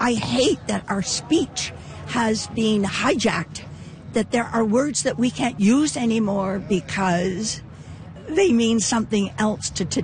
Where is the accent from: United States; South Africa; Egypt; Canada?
Canada; Ontario; born there; moved away as an adult; now in Alberta, Canada; I was born in Ontario, so I'm a transplant here. I came for a little bundle with big brown eyes 25 years ago, and I've never looked back.